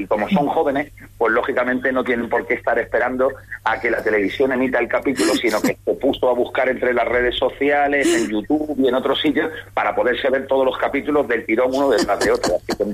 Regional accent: Nerja, Andalusia, Spain; born there; also born or lived in Germany; mi padre era catalán, mi madre alemana. Yo nací en Alemania y lo que sí tenemos el vínculo con Nerja porque parte de la familia de mi padre es de aquí, de Nerja.

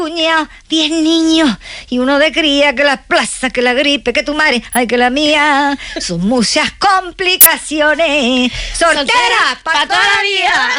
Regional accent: Jaén, Andalusia, Spain; J de Jaén. Sí, de Jaén. Yo soy de Jaén.

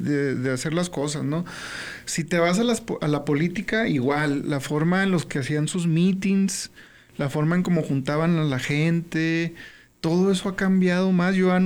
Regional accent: Mexico; para celebrar que somos independientes mexicanos y que tenemos...

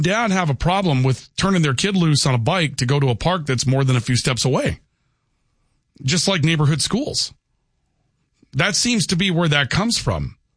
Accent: Valley City, North Dakota, United States; moved away; My hometown of Valley City, it had kind of three parks, but really two.

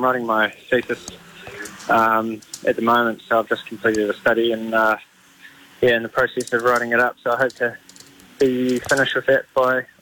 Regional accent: Dunedin, Otago, New Zealand; now in Christchurch, New Zealand; I grew up in Dunedin, so that's my hometown. I love Dunedin, but I really love Christchurch, so yeah, I've raised raising my family here

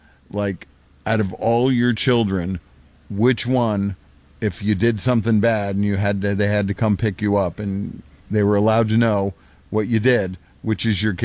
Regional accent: New York, United States; when I grew up in New York

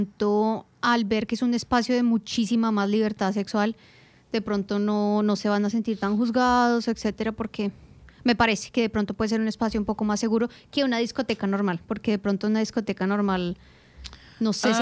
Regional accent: Colombia; now in Australia

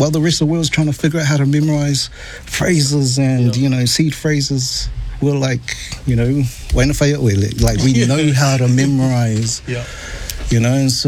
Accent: Savai'i, Samoa; And I'm from Savai'i, so I'm from the...

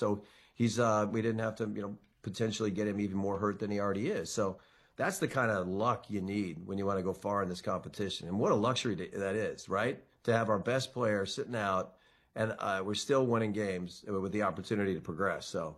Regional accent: Westlake Village, California, United States; I was lucky. I'm from Westlake Village, California. Wayne used to live out there.

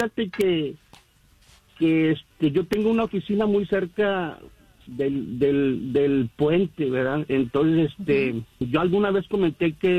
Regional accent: Mexico; now in McAllen, United States; soy de origen mexicano, yo me crié en México, aunque yo vivo en Estados Unidos, pero yo me crié en México, y es más, yo de mi casa de McAllen, Texas, a mi casa de México, yo hago 25 minutos

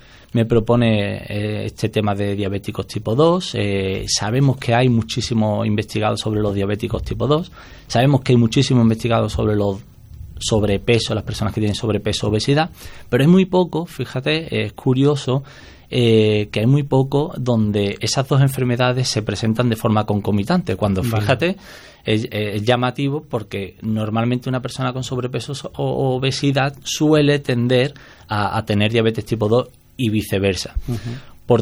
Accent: Osuna, Andalusia, Spain; also born or lived in Granada; es un hombre de aquí de 41 años, de aquí de Osuna

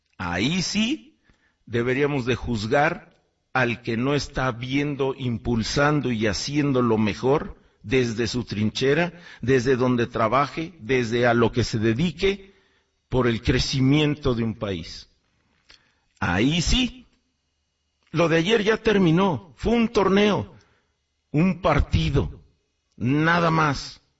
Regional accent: Mexico; Pero soy mexicano y me encanta más mi país, por supuesto, igual que usted, igual que a todos, soy mexicano.

